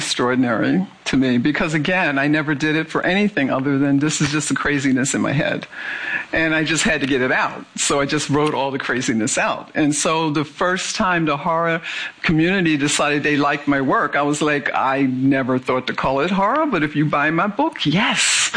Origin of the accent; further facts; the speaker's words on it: Philadelphia, Pennsylvania, United States; Because in where I grew up in North Philly, if you saw a tree, that was pretty amazing.